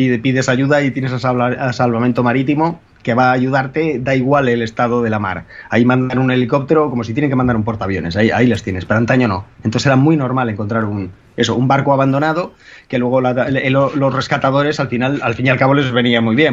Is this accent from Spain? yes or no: yes; Galicia, Spain; te voy a contestar como gallego